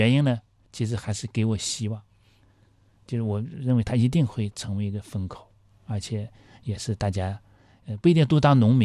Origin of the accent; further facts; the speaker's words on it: China; 我们中国人作为一个农耕文明的国家